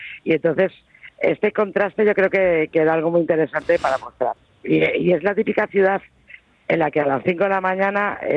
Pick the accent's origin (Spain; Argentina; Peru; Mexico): Spain; Somos así los españoles.